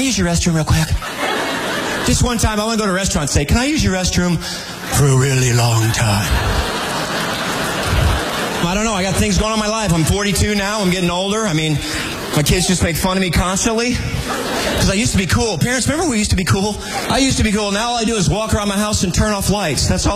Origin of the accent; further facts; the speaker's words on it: Midwest, United States; I'm from the Midwest. We always say that real quick.